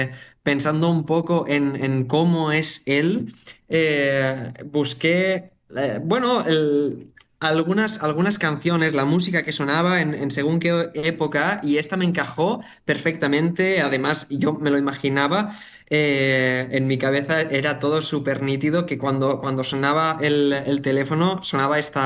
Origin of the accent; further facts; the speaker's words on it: Tavernes de la Valldigna, Valencian Community, Spain; todo lo que había escrito estaba ambientado en Tavernes la Valldigna, en mi pueblo natal de Valencia